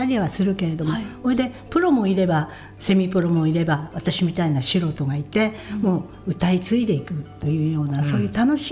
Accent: Sapporo, Hokkaido, Japan; うちのおばあちゃんね、青森県出身なのね、うん、でお母ちゃんと私が札幌で生まれ育ったんですけれども

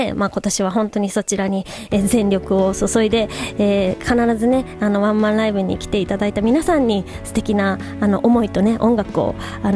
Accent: Niigata, Japan; 私の地元新潟公演、長岡の音楽食堂にて夜公演が決まっております

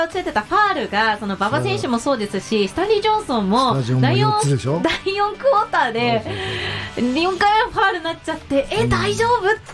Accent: Nagasaki, Japan; 私の地元長崎のチーム、長崎ベルカがなんと創設5年目にして初優勝。

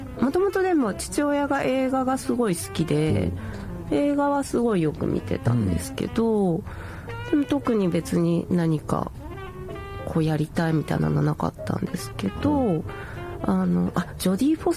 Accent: Toyota, Aichi, Japan; now in Toyokawa, Japan; 愛知県豊田市です。

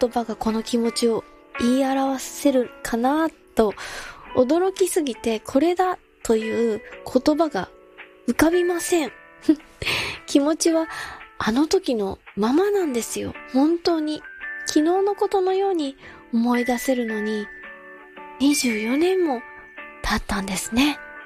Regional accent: Tokyo, Japan; born there; 私東京生まれのくせに東京のど真ん中で撮影なんてやだかっこいい芸能界っぽいなーって思ったのを思い出します。

